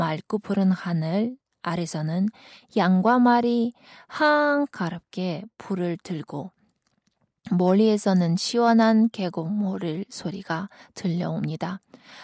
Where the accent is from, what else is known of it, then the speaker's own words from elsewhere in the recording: Kyrgyzstan; now in South Korea; 저는 키르기스탄에서 태어난 지금 대한민국에서 생활하고 있습니다.